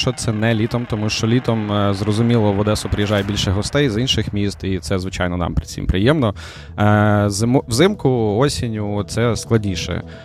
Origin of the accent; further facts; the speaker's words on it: Odesa, Odesa Oblast, Ukraine; born there; Одеса не те місто, де я народився, я родом з Тернопільської області, але в Одесі живу практично все своє життя, і ти знаєш, саме в Одесі я почуваюся вдома.